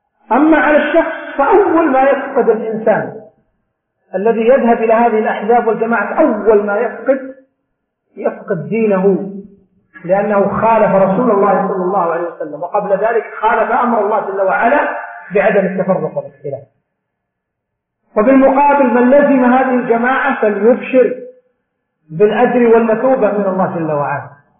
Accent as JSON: {"language": "Arabic", "country": "Saudi Arabia", "said": "ولذلك عندنا في المملكة العربية السعودية تؤخذ البيعة بهذه الطريقة"}